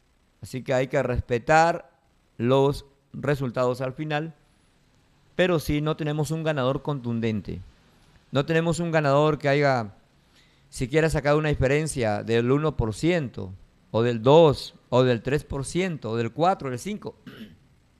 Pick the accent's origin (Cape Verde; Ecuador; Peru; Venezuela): Peru; todos somos peruanos, estemos donde estemos.